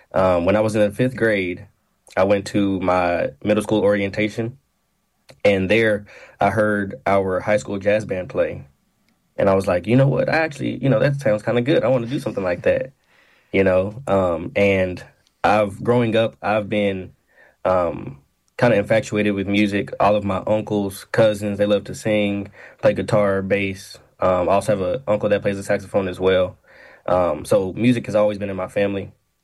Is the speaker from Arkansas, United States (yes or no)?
yes; North Little Rock, Arkansas, United States; And now I'm back in my hometown of North Little Rock as a beginning band director for North Little Rock Middle School.